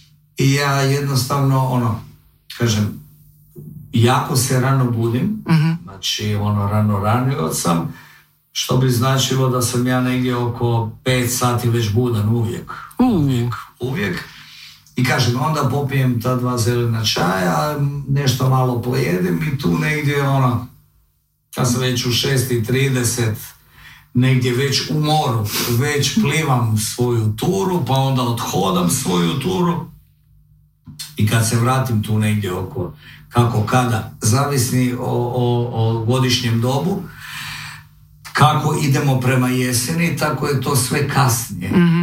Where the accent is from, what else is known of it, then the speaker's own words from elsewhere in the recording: Zagreb, City of Zagreb, Croatia; born there; also born or lived in Molve, Podravina; now in Dubrovnik, Croatia; Ja sam rođen u Zagrebu i sam rođen u Zagrebu. Ali se osjećam Podravac, Bolvarac. Moj otac je rođen u Bolvama. I ja sam rođen u Zagrebu, jer je to jednostavno bilo tako. Ali u svom srcu ja sam Molvarac, Podravac i tako se osjećam.